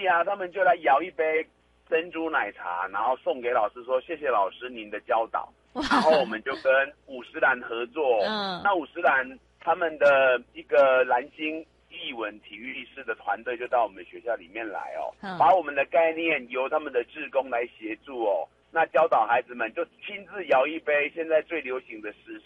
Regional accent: Taiwan; 等于是我们台湾人的日常

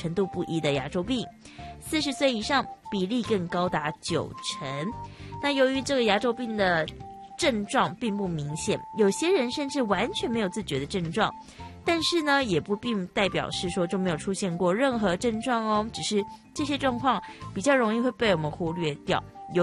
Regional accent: Taiwan

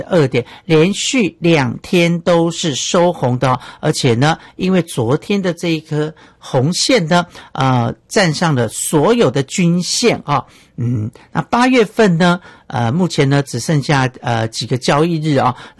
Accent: Miaoli County, Taiwan; 还有我的家乡苗栗，也欢迎大家来这个苗栗呢来玩玩哈，山城有很多好山好水哈

